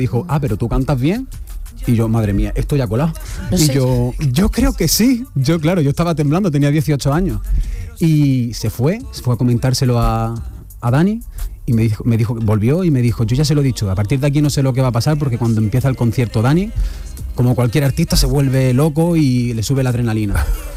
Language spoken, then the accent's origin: Spanish; Granada, Andalusia, Spain; Mi vida se ha desarrollado también en Granada y así lo pongo en mis redes sociales, que soy un cantautor de la ciudad de la Alhambra.